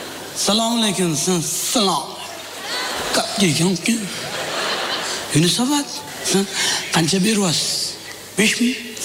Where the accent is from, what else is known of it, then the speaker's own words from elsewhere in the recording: Chiroqchi, Qashqadaryo Region, Uzbekistan; Qashqadaryodanmisiz ham, Chiroqchidanman aka dedim.